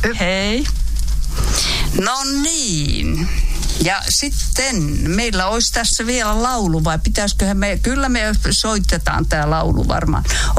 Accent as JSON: {"language": "Finnish", "region": "Ostrobothnia", "country": "Finland", "accent": "Ostrobothnian", "said": "No mä puhun pohojalaista. En siis tämmöistä. Mä puhun samanlaista, kun puhutaan tuolla, sanotaanko nyt Kokkolaa."}